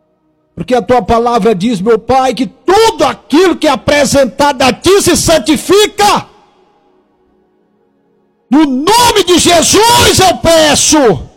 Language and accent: Portuguese; Tocantins, Brazil